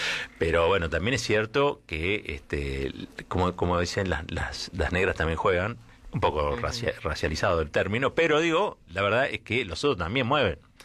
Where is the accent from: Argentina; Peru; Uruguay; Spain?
Argentina; somos Argentina